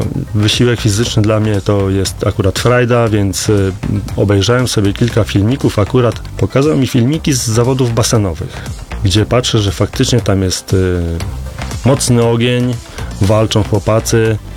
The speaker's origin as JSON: {"language": "Polish", "town": "Biskupiec", "region": "Warmian-Masurian Voivodeship", "country": "Poland", "said": "trochę w siatkówkę tam u mnie na terenie gminy Biskupiec, bo pochodzę z gminy Biskupiec."}